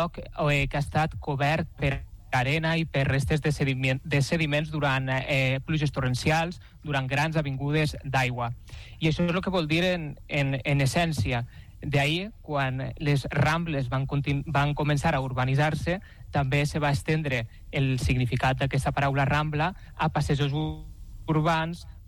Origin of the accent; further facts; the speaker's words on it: Valencian Community, Spain; Sí, ja m'ho he enganxat que sóc valencià, la veritat que dic dos paraules i se'm nota de seguida, no?